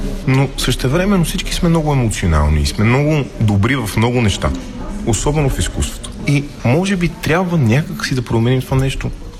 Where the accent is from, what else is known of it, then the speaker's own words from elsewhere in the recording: Blagoevgrad, Blagoevgrad Province, Bulgaria; moved away as an adult; also born or lived in Liverpool / Sofia; Аз съм израснал в Благоевград, обичам си града много